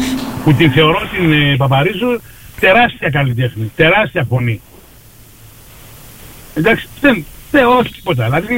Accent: Greece; πολλούς άλλους που είμαστε γηγενείς Έλληνες

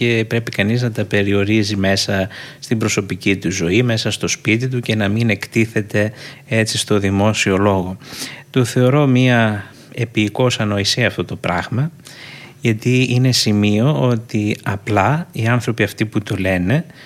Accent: Greece; Είμαστε Έλληνες 365 μέρες στον χρόνο

